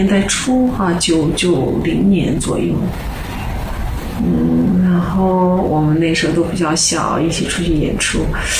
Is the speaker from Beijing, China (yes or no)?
no; Chengdu, Sichuan, China; 因为我是成都人嘛